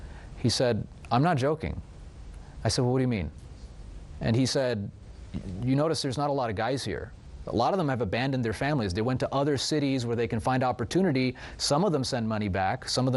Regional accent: Atlanta, Georgia, United States; I'm from Atlanta

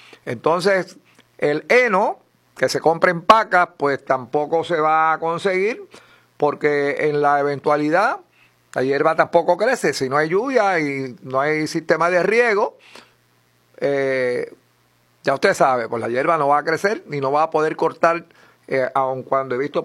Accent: Puerto Rico; nosotros nos preocupamos como puertorriqueños

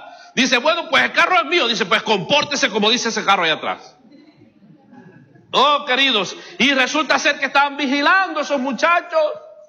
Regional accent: Cuba; accent: Cuban

